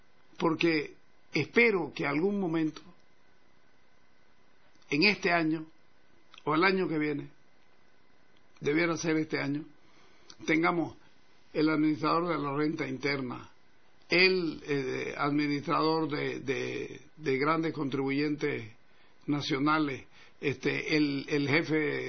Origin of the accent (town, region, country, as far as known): Santa Cruz, Bolivia